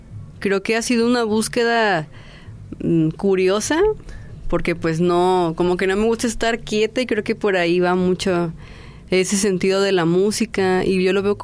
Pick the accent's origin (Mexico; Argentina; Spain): Mexico; Tepic, Nayarit; yo soy de aquí de Tepic, Nayarit, aquí nacida, aquí toda mi vida viviendo.